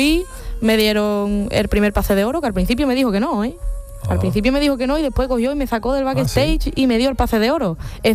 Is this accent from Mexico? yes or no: no; Cádiz, Andalusia, Spain; puedo decir carnavalera, soy de Cádiz, entonces no me queda de otra, es obligatorio.